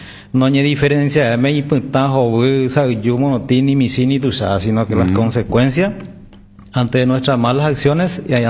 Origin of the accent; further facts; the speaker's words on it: Paraguay; nosotros, como paraguayos, como ciudadanos común y corriente